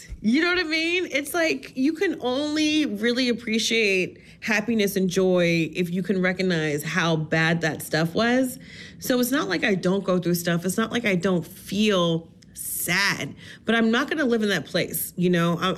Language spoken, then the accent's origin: English; New Jersey, United States; I'm from Jersey